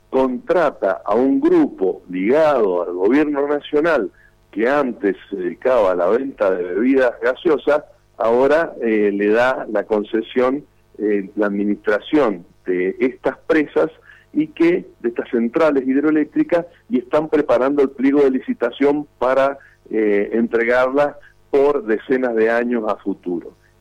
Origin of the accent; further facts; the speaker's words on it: Mendoza, Argentina; el precio que pagamos todos los meses los mendocinos